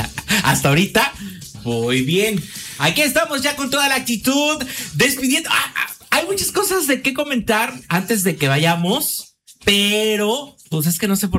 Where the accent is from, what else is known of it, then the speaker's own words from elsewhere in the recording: Mexico; Somos mexicanos